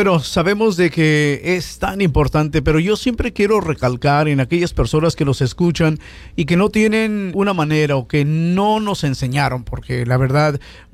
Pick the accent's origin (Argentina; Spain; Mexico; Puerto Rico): Mexico; moved away; Decimos en México